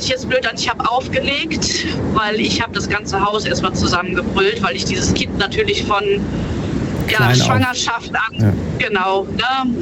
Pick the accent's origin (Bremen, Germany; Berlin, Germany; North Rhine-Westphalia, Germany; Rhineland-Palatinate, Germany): North Rhine-Westphalia, Germany; Hennef; Hennef. Ich komme aus Hennef.